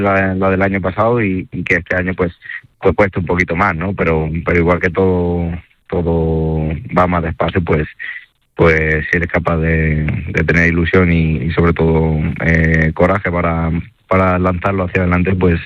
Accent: Albacete, Castilla-La Mancha, Spain

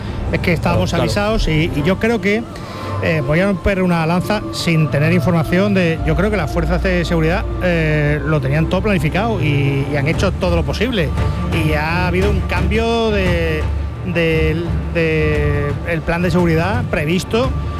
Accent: Andalusia, Spain; que somos andaluces y que solo puede quedar uno

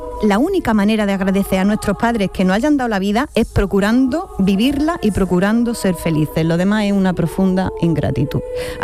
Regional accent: Jaén, Andalusia, Spain; las de Jaén, que es mi tierra

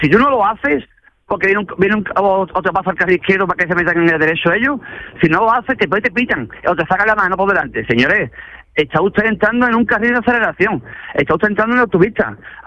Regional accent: Jerez de la Frontera, Andalusia, Spain; Exacto. Yo soy de Jerez, claro.

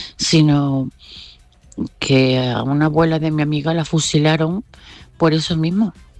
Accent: Málaga, Andalusia, Spain

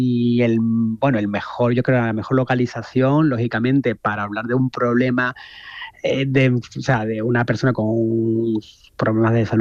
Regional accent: Andalusia, Spain; pero yo soy una mezcla entre barroco, porque claro, soy andaluz

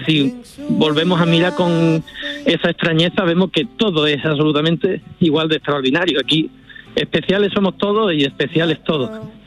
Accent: Andalusia, Spain; tengo un amor muy profundo por Doñana, por mi tierra, por mi mundo y por todo esto. También te digo que tiene dos caras, y en este proceso personal en el que estoy ahora, pues hay una cara que es ese amor inmenso por esa tierra

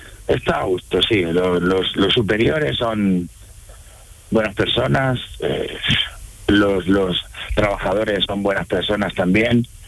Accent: Valencian Community, Spain; now in Villanueva de los Castillejos, Spain; Mira, yo soy valenciano y estoy afincado en Villanueva de los Castillejos, en Huelva.

